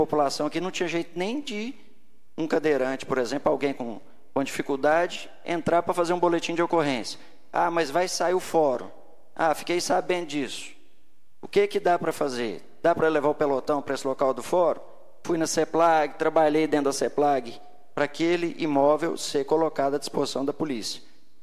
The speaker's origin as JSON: {"language": "Portuguese", "town": "Dores do Indaiá", "region": "Minas Gerais", "country": "Brazil", "tie": "born or raised there", "also_born_or_lived": "Belo Horizonte", "moved": "as an adult", "said": "Eu nasci em Dores, doutor Zé Carlos, no quarto quarto da Santa Casa, na mão do doutor Fábio."}